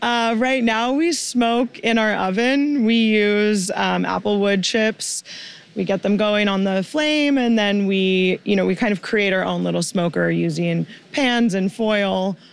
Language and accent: English; California, United States; also born or lived in England; I was born in England and my entire family is British. And we moved over here when I was about 2. So I really grew up in California, but constantly going back to the UK.